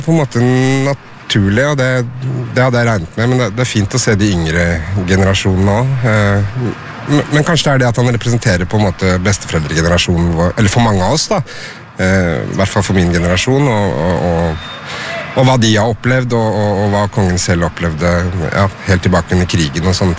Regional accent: Oslo, Norway; siden jeg ikke er hjemme i Oslo, så ble det naturlig å komme hit og tenne et lys og legge ned blomster

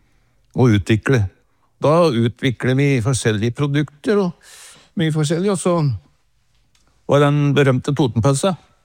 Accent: Åsmarka, Innlandet, Norway; min far drev jo forretning I Åsmarka, der jeg vokste opp.

